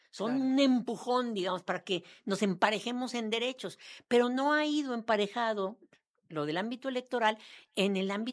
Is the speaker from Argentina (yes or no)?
no; Querétaro, Mexico; born there; en el lugar donde yo nací, aquí en Querétaro